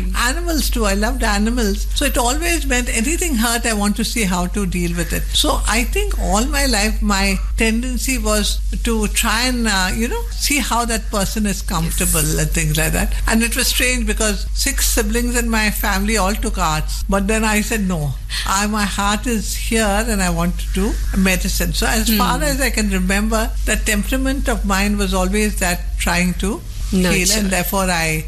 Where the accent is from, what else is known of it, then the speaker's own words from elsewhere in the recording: Karnataka, India; English is a second language; they were surprised that I could even speak English because I came from Karnataka. You know, wondering which part I came from.